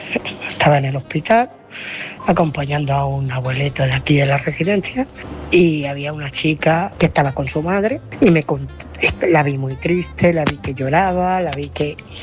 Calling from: Ciudad Real, Castilla-La Mancha, Spain; de Ciudad Real.

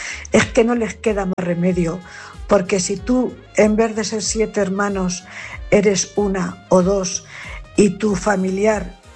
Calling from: Cuenca, Castilla-La Mancha, Spain; corresponsal de Cuenca.

